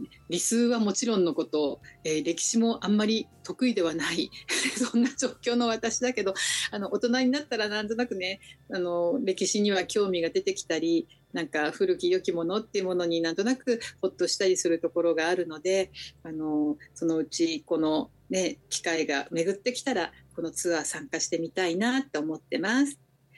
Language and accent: Japanese; Hokkaido, Japan; now in Matsumoto, Japan; 私は北海道で生まれ育ったので